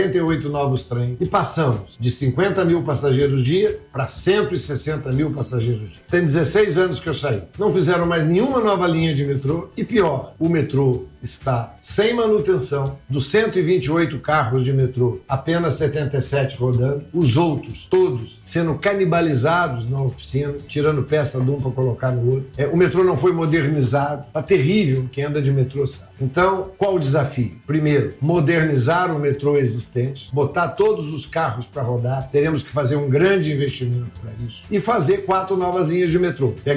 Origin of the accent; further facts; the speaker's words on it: Itajubá, Minas Gerais, Brazil; Uai, assim, eu nasci em Itajubá, cidade pequena, lá do interior de Minas, Serra da Mantiqueira.